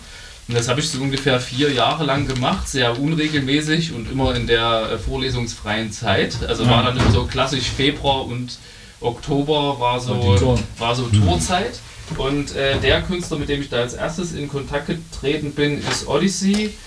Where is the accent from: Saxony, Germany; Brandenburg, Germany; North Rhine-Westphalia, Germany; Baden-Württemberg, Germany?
Saxony, Germany; Plauen; moved away; Ich komme ursprünglich aus Plauen. Das ist im Vogtland